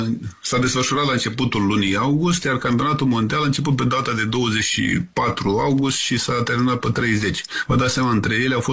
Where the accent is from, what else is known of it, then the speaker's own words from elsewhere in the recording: Romania; suntem români